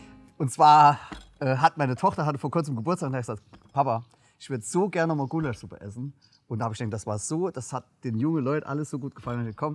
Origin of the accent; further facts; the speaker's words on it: Saarland, Germany; als Saarländer darf man das sagen